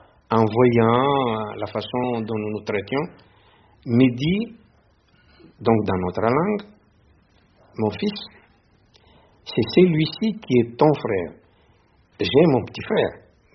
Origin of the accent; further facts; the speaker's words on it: Madagascar; Les noms homonymes, ça existe beaucoup en Afrique, n'est-ce pas, comme chez nous à Madagascar.